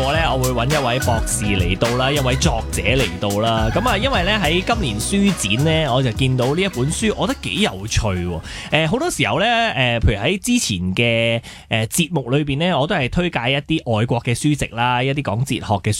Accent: Hong Kong; 我哋香港人

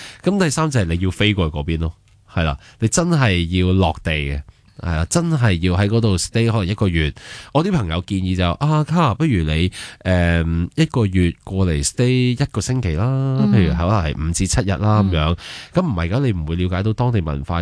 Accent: Hong Kong; 我有时都会觉得有啲大香港心态嘅，即系我哋香港人。

